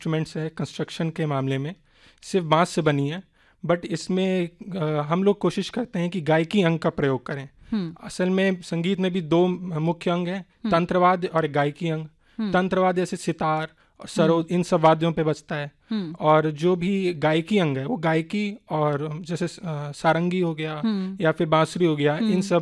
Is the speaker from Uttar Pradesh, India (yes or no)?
yes; Prayagraj, Uttar Pradesh, India; मैं यहीं इलाहाबाद का रहने वाला हूं